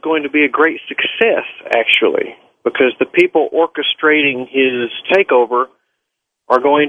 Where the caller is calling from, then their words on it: Tennessee, United States; I'm calling from East Tennessee.